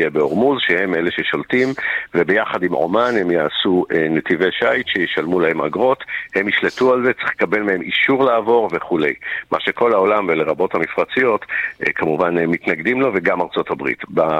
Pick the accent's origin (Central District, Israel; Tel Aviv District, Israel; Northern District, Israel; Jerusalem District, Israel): Jerusalem District, Israel; Jerusalem; accent: Katamonim and American; also born or lived in United States; אני, יש לי מבטא גם של הקטמונים וגם של אמריקה.